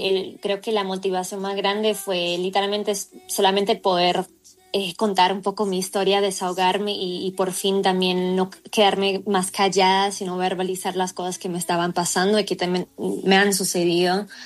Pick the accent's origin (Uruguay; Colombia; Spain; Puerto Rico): Colombia; also born or lived in Germany; yo soy colomba alemana, mi papá es colombiano, mi mamá alemana